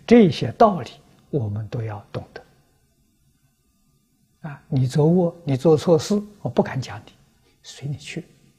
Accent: China; 我们中国人讲史实

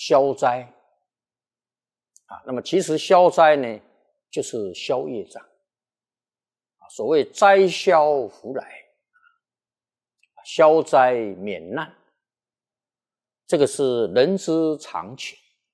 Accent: China; 我们讲忏悔，在我们中国人讲叫改过。

